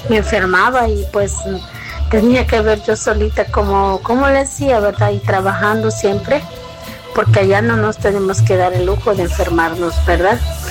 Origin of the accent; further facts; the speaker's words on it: El Salvador; Pues ya estoy aquí en mi país natal, El Salvador, y muy feliz.